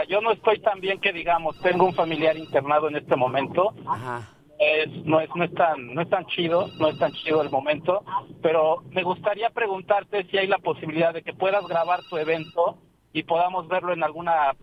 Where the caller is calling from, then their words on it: Puebla, Mexico; De la ciudad de Puebla, pero trabajo en Huejo